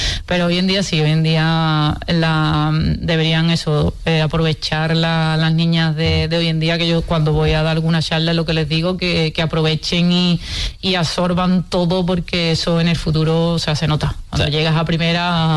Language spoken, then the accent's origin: Spanish; Coria del Río, Andalusia, Spain; also born or lived in Tomares; now in San Juan de Aznalfarache, Spain; yo siempre obviamente llevo a Coria por bandera porque me siento coreana, aunque actualmente viva en San Juan y llevo varios años viviendo aquí en San Juan y vivió también en Tomares